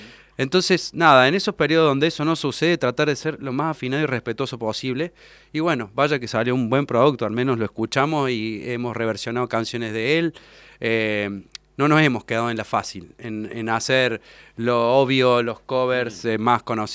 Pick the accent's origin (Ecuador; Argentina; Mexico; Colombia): Argentina; Córdoba; Y cada vez que venimos a Córdoba, porque vivimos de viaje, somos de Córdoba.